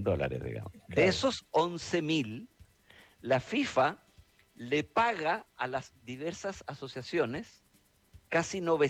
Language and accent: Spanish; Chile; nosotros como chilenos de fútbol no podemos decir que la gente es mala